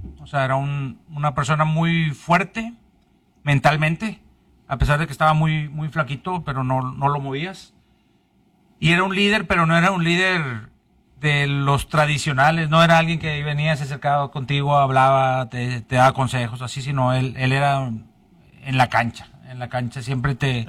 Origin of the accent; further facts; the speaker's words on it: San Nicolás de los Garza, Nuevo León, Mexico; y soy de barrio porque pues vengo de San Nicolás, de Las Puentes. De ahí soy.